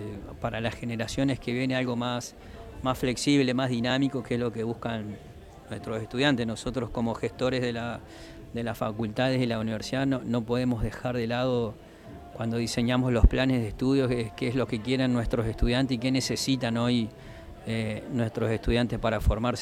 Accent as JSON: {"language": "Spanish", "town": "Concepción del Uruguay", "region": "Entre Ríos", "country": "Argentina", "said": "Sí, bueno, nosotros que somos de Concepción del Uruguay, hace años atrás, no muchos, venir acá era, che, vamos lejos."}